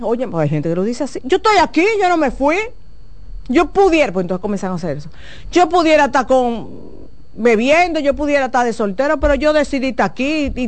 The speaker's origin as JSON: {"language": "Spanish", "country": "Dominican Republic", "said": "Tú vienes quilla, que significa molestia, soy muy dominicano"}